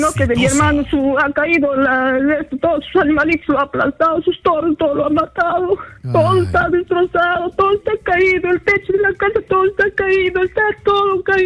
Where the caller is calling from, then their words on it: Chupuro, Junín, Peru; le habla de acá, soy de Chupuro